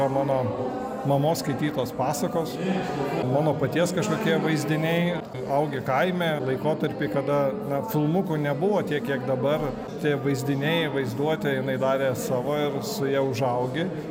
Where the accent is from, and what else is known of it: Šilalė, Tauragė County, Lithuania; born or raised there; now in Tauragė, Lithuania